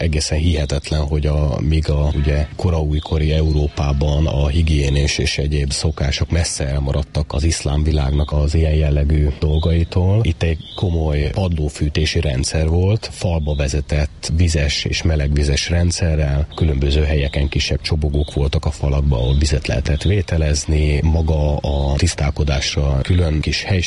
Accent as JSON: {"language": "Hungarian", "town": "Eger", "region": "Heves", "country": "Hungary", "said": "tehát én is egri vagyok"}